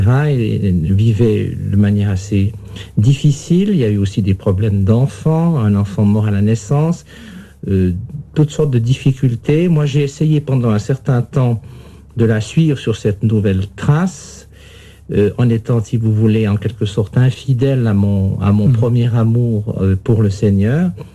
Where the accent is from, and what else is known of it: Yverdon, Vaud, Switzerland; born there